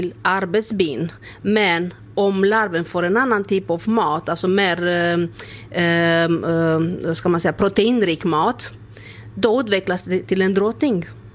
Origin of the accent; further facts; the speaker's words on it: Romania; now in Sweden; jag kommer från Rumänien själv